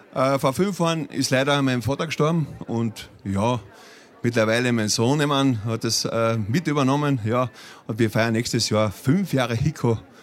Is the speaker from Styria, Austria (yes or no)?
yes; Hinterkoflach, Styria, Austria; Und ursprünglich komme ich aus Hinterkoflach. Wir waren die Hinterkoflacher.